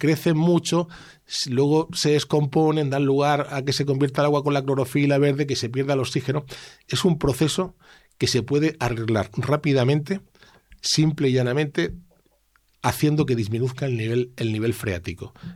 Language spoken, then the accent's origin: Spanish; Region of Murcia, Spain; hay tantísimas cosas que se pueden hacer en mi tierra